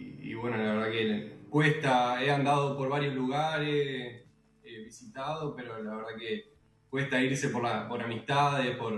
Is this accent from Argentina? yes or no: yes; Argentina; Nací acá, sí. Somos de acá.